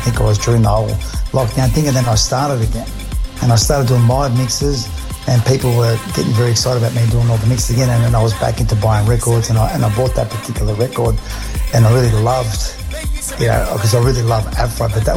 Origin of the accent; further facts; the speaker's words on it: Albania; I'm from the Balkans. I'm Albanian.